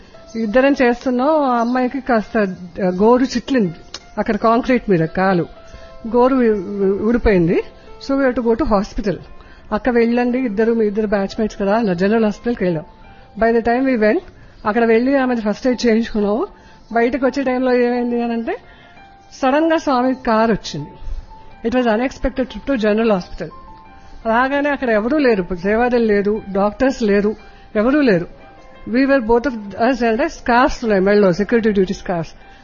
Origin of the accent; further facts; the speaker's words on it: Hyderabad, Telangana, India; నేను హైదరాబాద్ నుండి వచ్చాను.